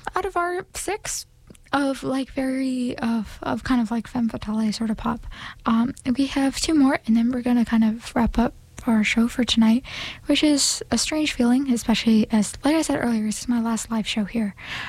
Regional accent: California, United States; I'm also from California

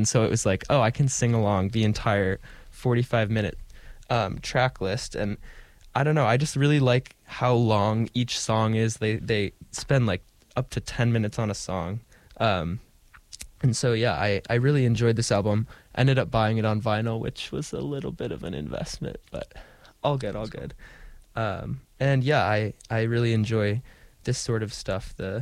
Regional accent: Falls Church, Virginia, United States; moved away; I grew up in Falls Church, Virginia, which is near Washington, D.C.

